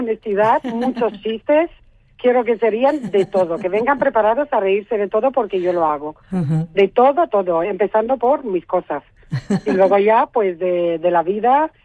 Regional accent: Romania; now in Spain; de rumana a española, porque soy bastante española, entonces es transitas, ¿no?, de un punto a otro.

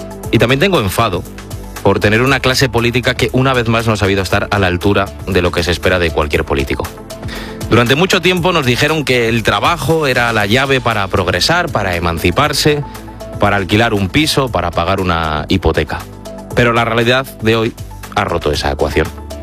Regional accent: Spain; Ahora bien, yo como tantos españoles no me chupo el dedo.

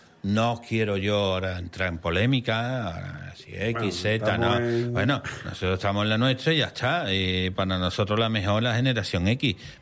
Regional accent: San Juan de Aznalfarache, Andalusia, Spain; Pues Sergio tenía allí en San Juan de Farache, en mi pueblo. Siempre hemos dicho que es la villa San Juan Farache, separada de Sevilla, la ciudad, por un puente que cruza el río Guadalquivir.

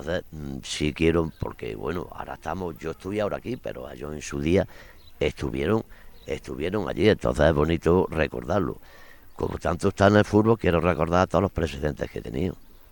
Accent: Villanueva de Córdoba, Andalusia, Spain; viendo a mi pueblo en segunda vez

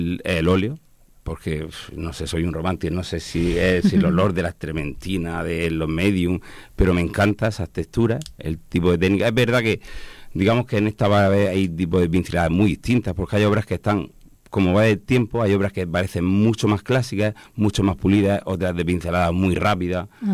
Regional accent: Molina de Segura, Region of Murcia, Spain; al final de mi tierra, de aquí son todo, mi familia

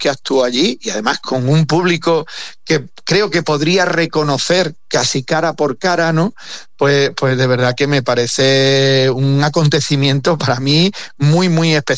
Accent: Extremadura, Spain

